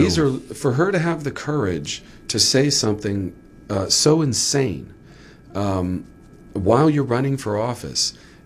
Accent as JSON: {"language": "English", "town": "New Orleans", "region": "Louisiana", "country": "United States", "tie": "born there", "also_born_or_lived": "Baton Rouge, Louisiana", "moved": "as an adult", "lives_now": "Arkansas, United States", "said": "Like, I was born in New Orleans. That's a pretty big Jewish community."}